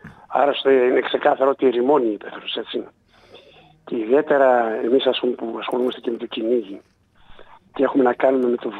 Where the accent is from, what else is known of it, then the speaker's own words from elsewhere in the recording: Vrysika, Eastern Macedonia and Thrace, Greece; Στα δικά μου χρόνια, το χωριό μου, το δικό μου, τα Βρυσικά, του Δημοτήχου, ήταν ένα χωριό που είχε τουλάχιστον 400 κατοίκους τότε.